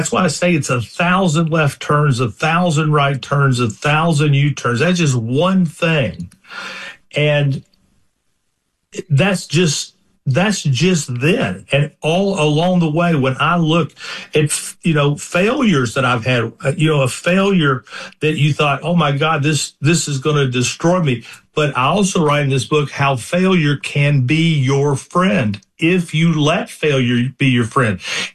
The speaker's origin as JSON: {"language": "English", "region": "Kentucky", "country": "United States", "said": "I'm from Kentucky"}